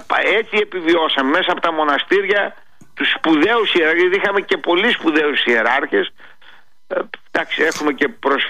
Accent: Greece; Είμαστε Έλληνες 100% ενταγμένοι εδώ στην πατρίδα. Δεν είμαστε κάτι διαφορετικό.

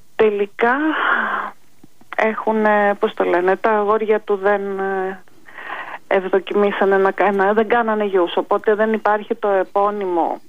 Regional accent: Ionian Islands, Greece; Οι Επτανήσοι γενικά δεν έχουμε πολύ μοιραστεί τις ιστορίες μας με τους υπόλοιπους Έλληνες.

